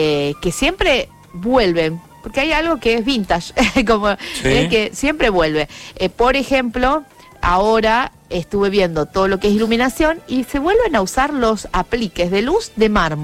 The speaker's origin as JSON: {"language": "Spanish", "town": "Piamonte", "region": "Santa Fe", "country": "Argentina", "moved": "as an adult", "lives_now": "Rosario, Argentina", "said": "No, vine a estudiar a los 18 años a Rosario, como viste, hacemos muchos, y me quedé. Yo soy de un pueblo de la provincia de Santa Fe que se llama Piamonte, y de 3.000 habitantes, y me enamoré de Rosario. Para mí yo soy rosarina."}